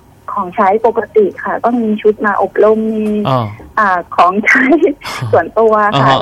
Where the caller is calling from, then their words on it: Surat Thani, Thailand; หนูเป็นคนสุราษฎร์ค่ะ